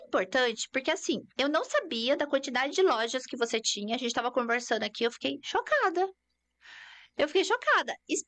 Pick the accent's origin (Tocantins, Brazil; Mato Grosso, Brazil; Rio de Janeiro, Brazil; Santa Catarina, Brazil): Mato Grosso, Brazil; Cuiabá; now in Cascavel, Brazil; Eu falo que eu sou de Cuiabá. Eu acho que Cascavel é um lugar de gente, é muito próspero.